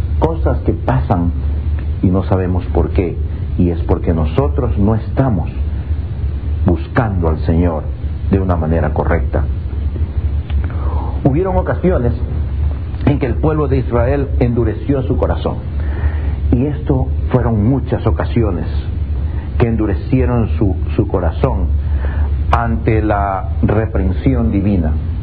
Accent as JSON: {"language": "Spanish", "country": "Ecuador", "moved": "yes", "said": "en mi país, Ecuador"}